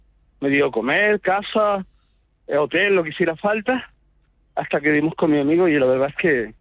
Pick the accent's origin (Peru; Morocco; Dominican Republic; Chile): Chile; moved away; Sí, bueno, yo soy chileno, llegué aquí hace 34 años, 30 en Erice, y nada, cuando me vine con $80, fui a Bélgica, no conocía a nadie, ni idioma, ni nada.